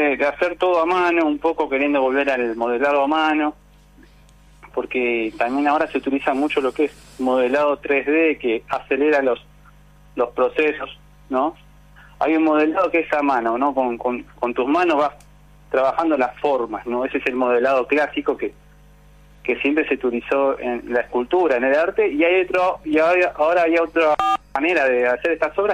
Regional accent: Argentina; nosotros como los argentinos somos tan particulares, tan especiales

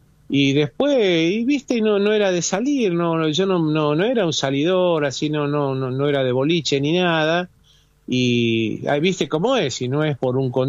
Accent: Rosario, Santa Fe, Argentina; born there; Yo nací en Rosario.

